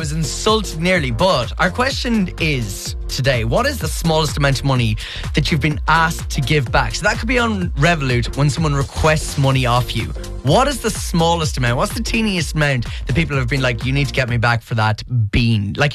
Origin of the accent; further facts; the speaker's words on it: Sligo, Connacht, Ireland; moved away; Sligo Saturday night in my hometown